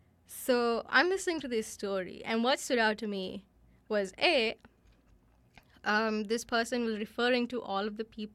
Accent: Sri Lanka; now in Vancouver, Canada; I grew up in Sri Lanka, where monogamy was the norm

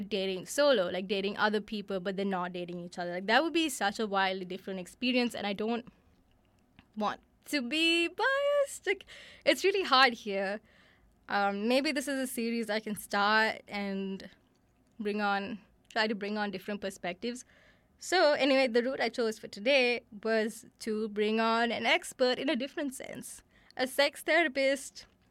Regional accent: Sri Lanka; now in Vancouver, Canada; I grew up in Sri Lanka, where monogamy was the norm

